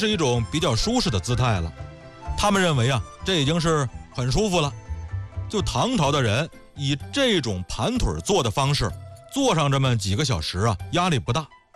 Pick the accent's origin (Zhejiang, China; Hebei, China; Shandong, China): Hebei, China; Tangshan; moved away; 到我老家唐山吧，也有炕啊